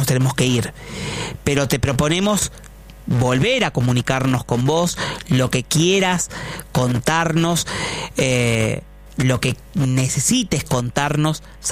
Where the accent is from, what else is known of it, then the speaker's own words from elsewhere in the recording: Uruguay; Pero soy uruguayo o de Nacional. Uruguayo de Nacional.